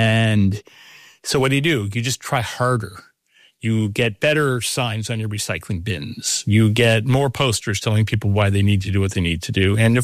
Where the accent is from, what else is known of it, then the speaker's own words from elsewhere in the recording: United States; now in Abu Dhabi, United Arab Emirates; I'm living in Abu Dhabi, but I'm still feeling the pain of recent decisions to go to war, of course, but feeling the larger pain as an American